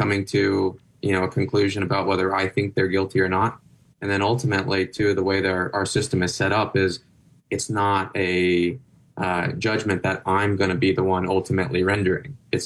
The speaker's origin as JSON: {"language": "English", "town": "Phoenix", "region": "Arizona", "country": "United States", "tie": "born or raised there", "said": "the environment I grew up in South Phoenix"}